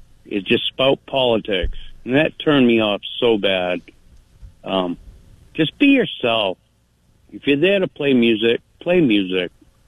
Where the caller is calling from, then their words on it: Freeport, Maine, United States; I'm from Freeport. I'm part of the Beans thing. Not family or nothing. But I was known as